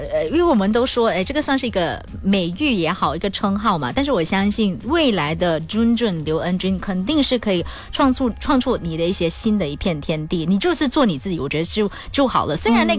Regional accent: Malaysia; 我们马来西亚人

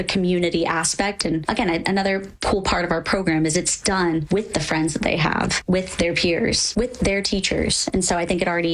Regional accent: Henderson, Nevada, United States; being from Nevada, I grew up in Henderson.

